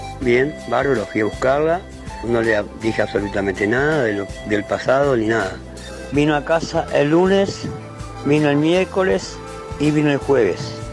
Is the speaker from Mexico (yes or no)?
no; Uruguay; Y hoy vamos arriba y adelante como los uruguayos que somos.